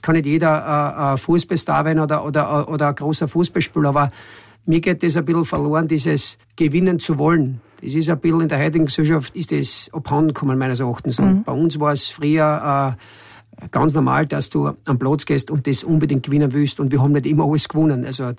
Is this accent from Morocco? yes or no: no; Burgenland, Austria; Ich bin ein waschechter Burgenländer.